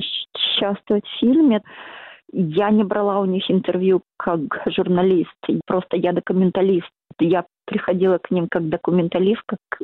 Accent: Kyiv, Ukraine; родилась и выросла в Киеве.

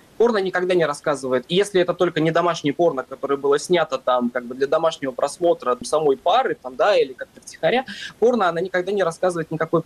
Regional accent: Russia; moved away as an adult; now in Germany; Я уехал из России 3 января этого года, и поэтому я в Германии уже 7-й месяц.

